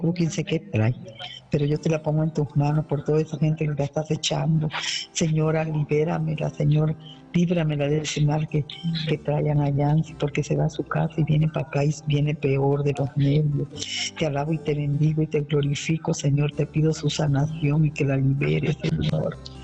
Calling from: Aguascalientes, Mexico; de aquí de Aguascalientes.

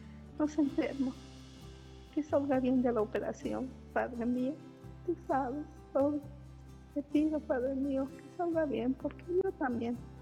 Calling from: Mexico City, Mexico; de la Ciudad de México.

